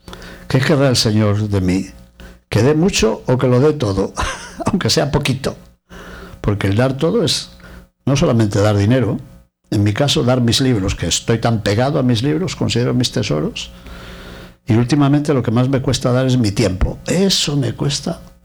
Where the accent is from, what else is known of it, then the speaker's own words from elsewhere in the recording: Spain; en Toledo, en mi tierra, en España